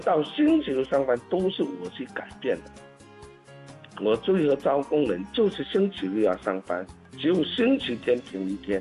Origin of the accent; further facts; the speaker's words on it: Shishi, Fujian, China; moved away; 那我是泉州人，又是晋江石狮人